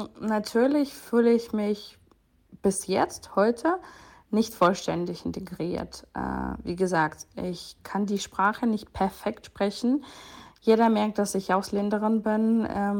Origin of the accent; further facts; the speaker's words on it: Ukraine; German is a second language; now in Germany; Ja, ich bin Ukrainerin und gleichzeitig ist Deutschland zu einem wichtigen Teil meines Lebens auch geworden.